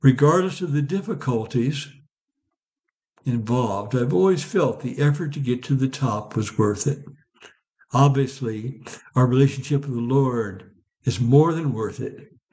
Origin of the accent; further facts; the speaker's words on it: Ursa, Illinois, United States; my hometown of Ursa, Illinois.